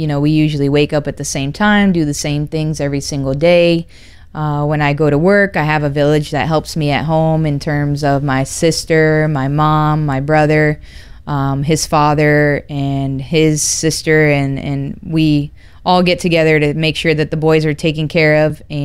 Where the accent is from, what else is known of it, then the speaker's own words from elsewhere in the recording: Connecticut, United States; now in Florida, United States; I was born and raised in Connecticut. I've been in Florida now for the last 25 years.